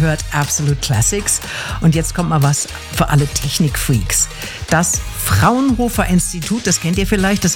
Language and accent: German; Erlangen, Bavaria, Germany; 8 Wissenschaftler aus Erlangen, hey, das ist meine Heimat, die wollten damals Musik komprimieren.